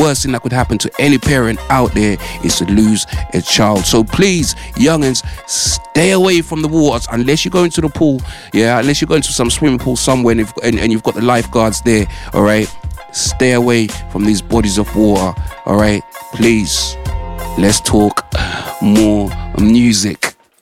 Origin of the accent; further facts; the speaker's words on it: United Kingdom; Us as British people